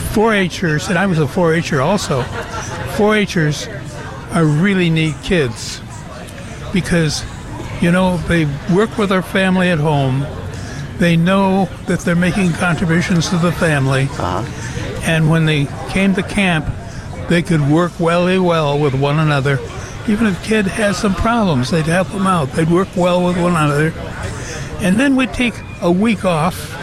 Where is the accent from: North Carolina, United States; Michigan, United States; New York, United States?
New York, United States; Buffalo; now in Whatcom County, Washington, United States; I grew up outside of Buffalo, New York.